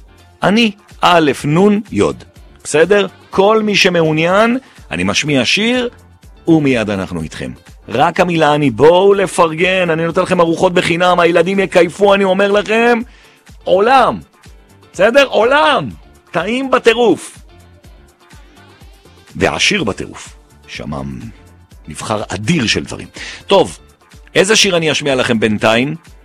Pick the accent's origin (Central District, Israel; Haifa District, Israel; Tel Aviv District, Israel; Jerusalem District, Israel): Jerusalem District, Israel; Jerusalem; אני גם ירושלמי, אז משהו פה עושה לי טוב.